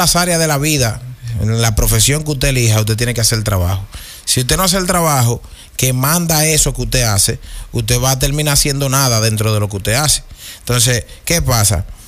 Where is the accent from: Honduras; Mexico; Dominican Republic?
Dominican Republic; nosotros como dominicanos